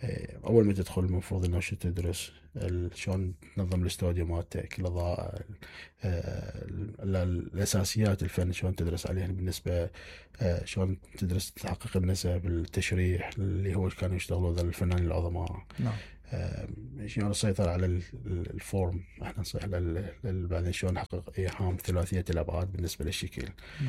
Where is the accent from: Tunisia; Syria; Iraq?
Iraq; أنه مستحيل أنه تحول كليات الفنون عندنا بالعراق أنه تحولها إلى مؤسسات أكاديمية